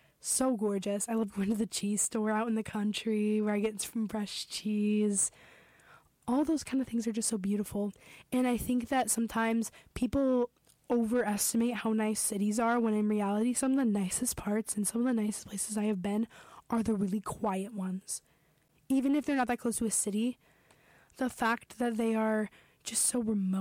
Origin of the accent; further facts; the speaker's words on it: Wisconsin, United States; now in Boston, United States; we talked a lot about growing up in Wisconsin, moving to Boston, the Midwestern culture and experience.